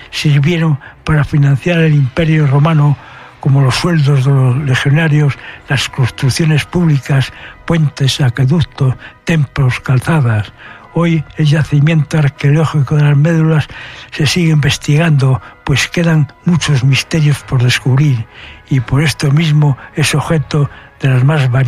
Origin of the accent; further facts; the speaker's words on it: León, Castile and León, Spain; born there; Primero en las Carmelitas estudiando de niño, luego en los Agustinos.